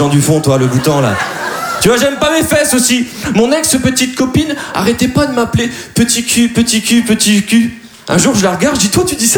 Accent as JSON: {"language": "French", "town": "Dunkirk", "region": "Hauts-de-France", "country": "France", "said": "Et ben moi, je suis de Dunkerque."}